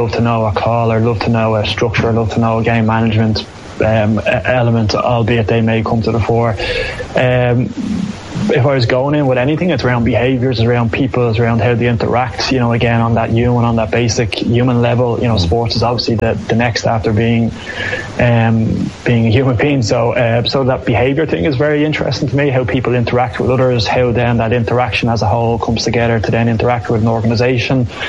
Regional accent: Glasnevin, Leinster, Ireland; I grew up in Glasnevin, which so happens to have my own club, Nafine, in it

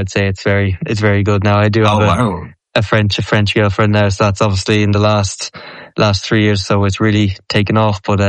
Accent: Ireland; now in France; I'm Irish or because I'm foreign

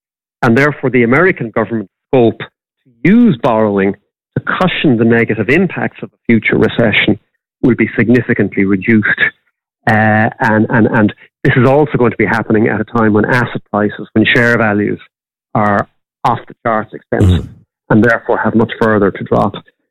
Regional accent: Ireland

